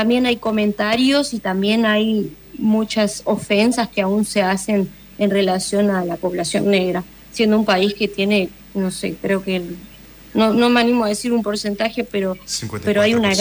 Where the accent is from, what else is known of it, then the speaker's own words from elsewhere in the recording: Argentina; now in Brazil; O sea que yo como argentina tengo muchísimo, muchísimo respeto hacia Brasil y estoy muy, muy agradecida por todo lo que me ha ofrecido durante estos 4 años, a mí y a mis hijas.